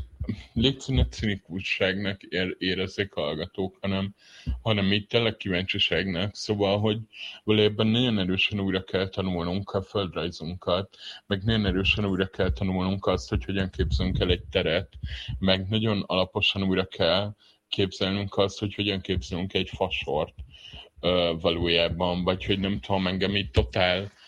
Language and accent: Hungarian; Southern Transdanubia, Hungary; az én gyerekkoromban még én a Dél-Dunántúlon nőttem fel